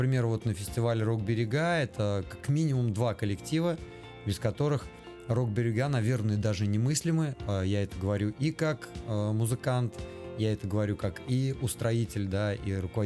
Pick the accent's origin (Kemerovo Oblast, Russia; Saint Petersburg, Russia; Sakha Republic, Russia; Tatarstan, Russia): Tatarstan, Russia; Chistopol; Я родом из Чистополя, я уже не раз это говорил, я этим горжусь и никогда не скрываю.